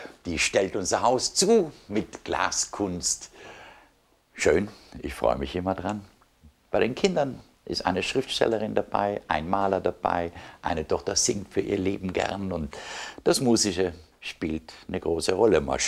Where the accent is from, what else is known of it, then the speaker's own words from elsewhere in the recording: Trentino-Alto Adige, Italy; now in Germany; Also wenn ich hier in Südtirol stehe, ist mir eines klar, Südtirol ist meine Heimat geblieben. Mein Zuhause ist das Rheinland geworden. Vor 45 Jahren bin ich hier weg.